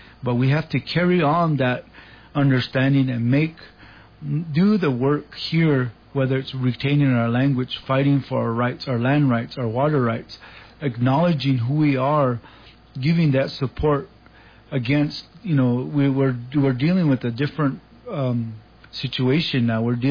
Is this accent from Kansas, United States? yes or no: no; Tamaya, New Mexico, United States; It's just my perspective as growing up on Tamaya, at Tamaya, and just reflecting back what I was taught from my ancestors